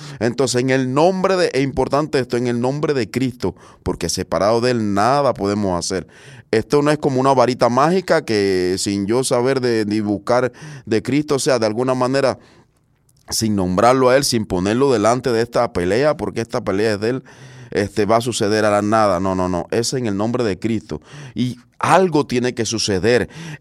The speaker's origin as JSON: {"language": "Spanish", "country": "Cuba", "moved": "yes", "said": "en Cuba, de donde vengo"}